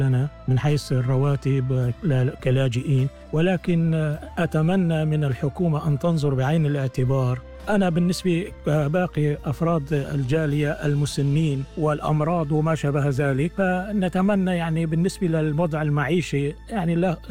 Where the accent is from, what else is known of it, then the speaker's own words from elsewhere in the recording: Syria; now in Shepparton, Australia; نحن كجالي سوري هون في مدينة شبرتون، البعض قديم مننا أتى إلى هنا منذ 8 سنوات، والبعض طبعا منذ 3، منذ 5